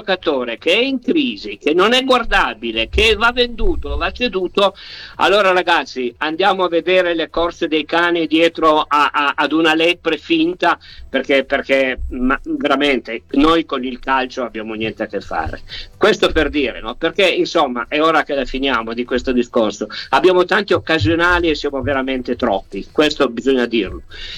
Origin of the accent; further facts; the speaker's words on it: Turin, Piedmont, Italy; io sono di Torino